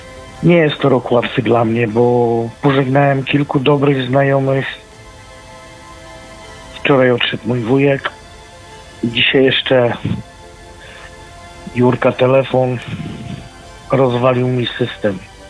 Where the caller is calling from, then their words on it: Switzerland; stały słuchacz … z Szwajcaria się kłania.